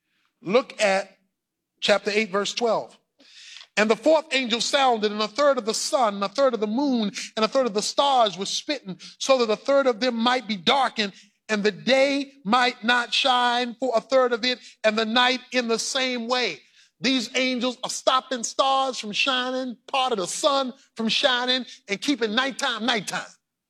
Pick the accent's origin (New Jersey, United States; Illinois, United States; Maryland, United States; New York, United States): Maryland, United States; Baltimore; When I was growing up in Baltimore, Maryland, every weekend I'd go visit my grandmother who lived on Fulton Avenue